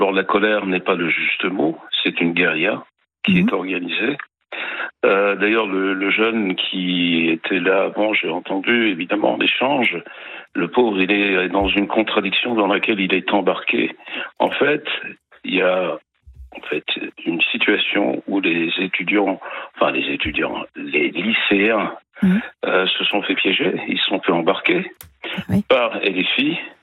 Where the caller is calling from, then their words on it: Paris, Île-de-France, France; Je vous appelle de Paris.